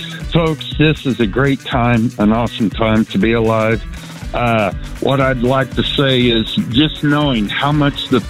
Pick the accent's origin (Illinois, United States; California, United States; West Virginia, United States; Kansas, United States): Kansas, United States; Topeka; I'm from Topeka, Kansas. I run a trash route here in Topeka.